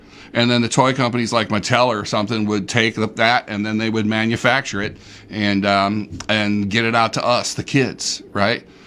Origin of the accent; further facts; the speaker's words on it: Portage, Indiana, United States; One of the houses I grew up in Portage during my childhood, we had an attic that had a regular staircase up into it.